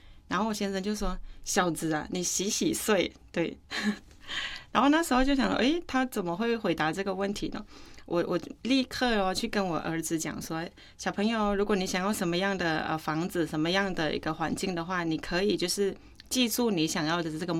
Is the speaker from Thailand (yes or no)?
yes; Northern Thailand, Thailand; Chinese is a second language; now in Taiwan; 我说我是泰国人啊，是泰国北部。